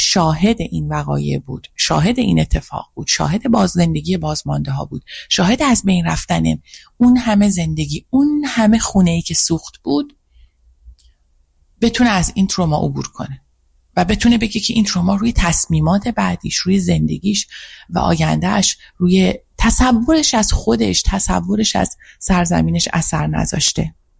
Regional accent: Iran; فکر کردم که خانه من در وطنم در حال سوختنه

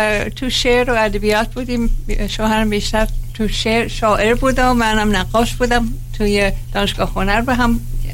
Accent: Shiraz, Fars, Iran; همشهری. بله همشهری. منم شیرازی هستم مثل شما.

